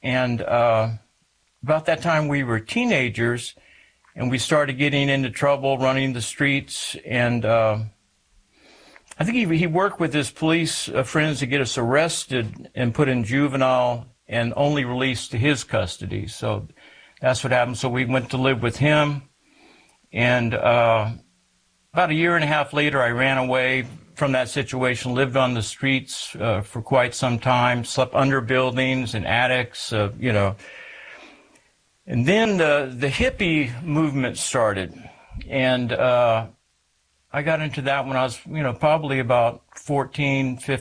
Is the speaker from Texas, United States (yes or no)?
yes; San Antonio, Texas, United States; born there